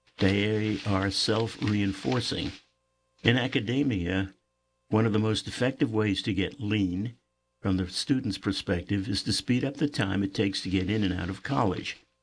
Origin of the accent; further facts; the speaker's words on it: Florida, United States